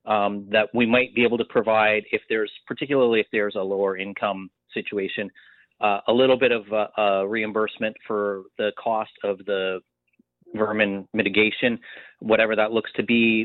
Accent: Wallaceburg, Ontario, Canada; and I grew up in Wallaceburg down, you know, further towards the St. Clair River.

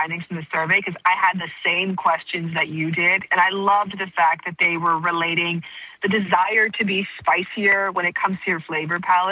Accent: Canada; now in Los Angeles, United States; I now live in Los Angeles, but I'm originally from Canada.

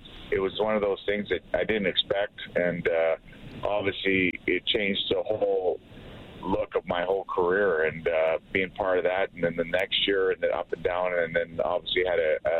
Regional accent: Saskatchewan, Canada; We're both from Saskatchewan. We played minor hockey together, against each other, junior hockey

